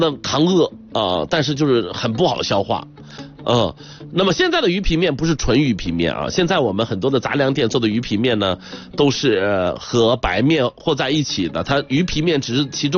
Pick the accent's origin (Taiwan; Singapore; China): China; Shanxi; now in Yuncheng, China; 我们老家晋东南地区啊